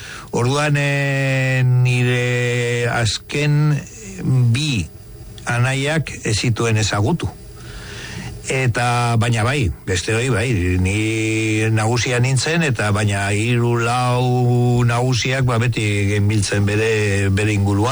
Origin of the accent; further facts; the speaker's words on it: Llodio, Basque Country, Spain; lantegia horregaitik ni Laudiokoa naiz, beraiek bizkaitarrak, bilbotarrak dira danak, hobeto begoñakoak ziren.